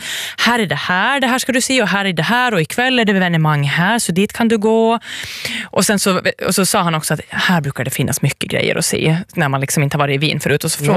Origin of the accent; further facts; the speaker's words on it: Åland Islands; moved away; also born or lived in Zürich; Jag har varit i Wien och jag har varit i Zürich och sen har jag ju varit hemma på Åland också. Men när jag är på Åland så är jag ju hemma.